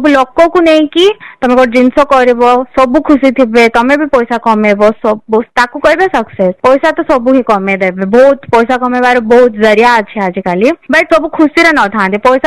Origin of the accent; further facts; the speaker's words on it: Kotpad, Odisha, India; but mainly ମୋର focus ଅଛି ମୁଁ ମୋ ଗାଁକୁ କେମିତି ଆଗରେ ନେବି